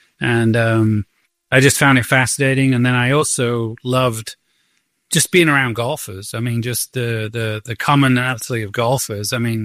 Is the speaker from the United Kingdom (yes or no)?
yes; Northern England, United Kingdom; I mean, you know, I'm from Northern England, which is, you said you're from Missouri and kind of not the best part of Missouri, you said.